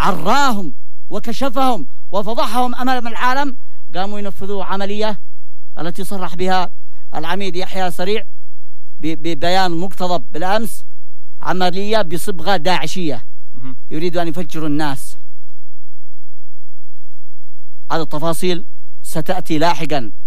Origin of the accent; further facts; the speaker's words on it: Yemen; عندنا في اليمن